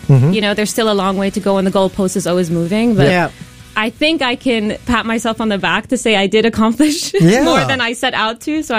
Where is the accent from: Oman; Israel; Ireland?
Oman; moved away as an adult; also born or lived in United Kingdom; now in Singapore; So half Lebanese, half Chinese Singaporean, born in KK in Singapore. Mom left. I moved with her to Oman. Grew up in Oman. Spent my childhood there. Went to school. Went to university in the UK. Came back to Singapore.